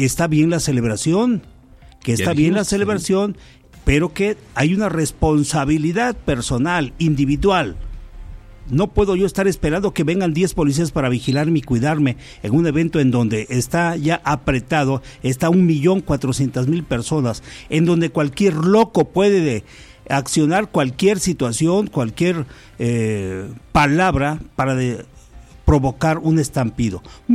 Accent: Mexico; nosotros como mexicanos

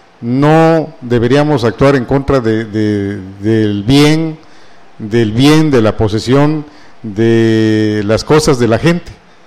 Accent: Mexico

